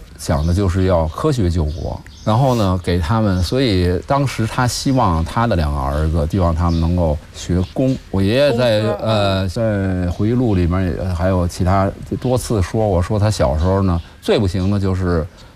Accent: Beijing, China; accent: Beijing accent; also born or lived in Nanjing; 调到北京来我就跟着就过来，所以我是在北京长大的

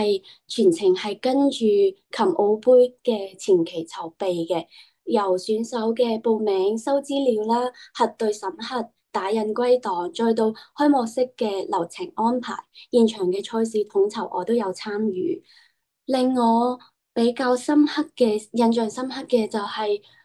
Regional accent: Macau; 我来自澳门，今年六月份才刚刚是暨南大学体育教学专业毕业。

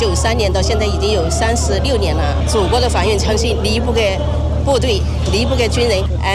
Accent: Hengyang, Hunan, China; now in Hong Kong; 以我们家乡命名的衡阳舰能够来到香港，这个是我们的一种自豪，一种的骄傲。我在香港有93年，到现在已经有36年了。

